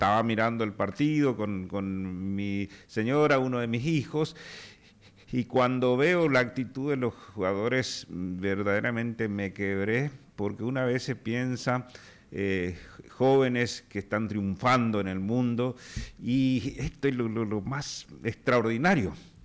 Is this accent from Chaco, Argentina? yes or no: yes; General José de San Martín, Chaco, Argentina; yo todos los años acostumbro a estar en mi pueblo, en General José de San Martín, en la provincia del Chaco, con mis camaradas, es una tradición que guardo hace más de 40 años